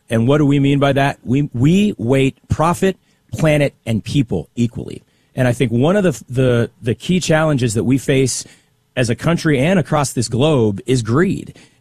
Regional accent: Kansas City, Kansas, United States; born and raised in the Dot, Wyandotte County, Kansas City, Kansas.

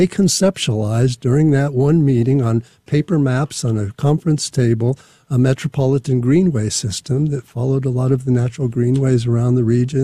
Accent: California, United States; moved away as an adult; now in Kansas City, United States; I came from Southern California, which is where I grew up and went to school out there.

